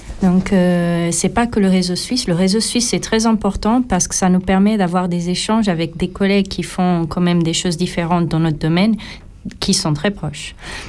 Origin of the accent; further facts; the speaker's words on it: Portugal; now in Switzerland; je suis pas suisse, je suis pas française, je suis portugaise.